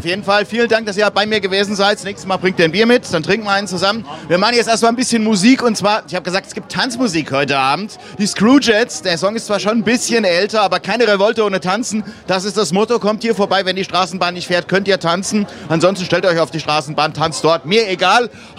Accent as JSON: {"language": "German", "town": "Rodgau", "region": "Hesse", "country": "Germany", "said": "ich auch ein Rottgauer hier."}